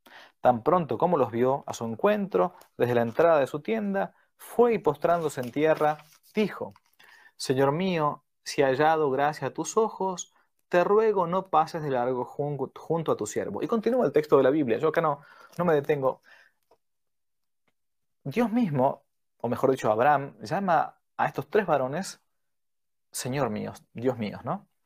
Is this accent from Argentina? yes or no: yes; Argentina; vivió aquí en mi país, Argentina